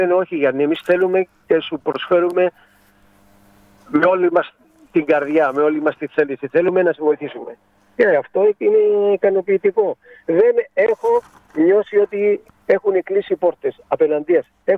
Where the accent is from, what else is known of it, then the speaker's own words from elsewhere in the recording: Paradeisi, South Aegean, Greece; Προσωπικά για μένα είναι το χωριό μου. Εδώ γεννήθηκα, εδώ μεγάλωσα, εδώ έκανα την οικογένειά μου.